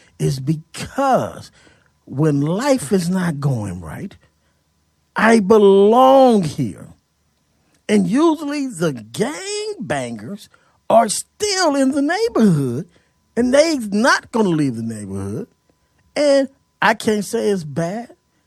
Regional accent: Pomona, California, United States; also born or lived in Los Angeles; See, I was born in Los Angeles, but I was raised in Pomona.

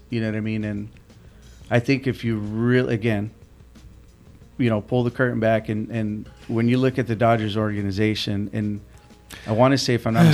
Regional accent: Texas, United States; moved away; also born or lived in California; We grew up in Texas, you know, till we moved to California.

